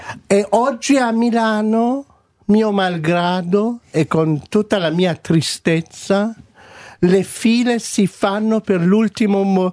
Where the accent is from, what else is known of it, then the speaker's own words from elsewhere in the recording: Iran; moved away; also born or lived in Milan; io stesso che faccio questo mestiere da iraniano